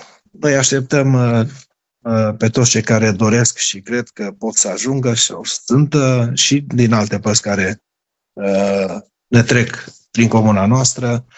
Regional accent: Sălaj County, Romania; ceea ce ne caracterizează zona noastră, zona ardelenească, zona transilvaneană.

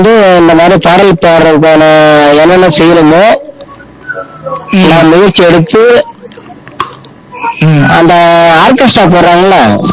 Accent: Kollidam, Tamil Nadu, India; ஆமா, அதான் என்னோட சொந்த ஊரு.

